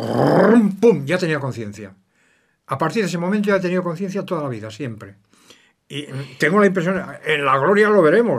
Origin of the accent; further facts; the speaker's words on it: Burgos, Castile and León, Spain; born there; Burgos, sí.